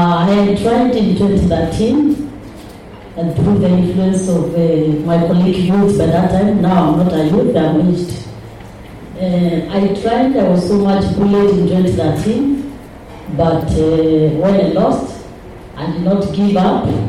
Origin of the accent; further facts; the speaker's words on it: Meru, Eastern Province, Kenya; born there; I was born in Meru, that is the former Eastern Province. I got married to Rift Valley, to Akalejin.